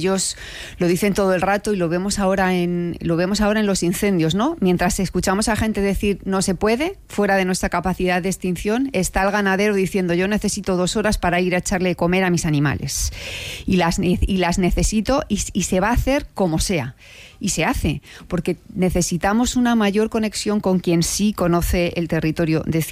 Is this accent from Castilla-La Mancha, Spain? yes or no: yes; Castilla-La Mancha, Spain; Yo soy castellano-manchega, soy una niña de pueblo, entonces me llega muy, muy de cerca.